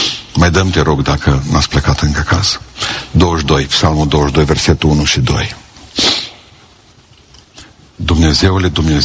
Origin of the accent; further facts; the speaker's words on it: Romania; moved away; la noi acasă, în sat, la mine, în Pântășești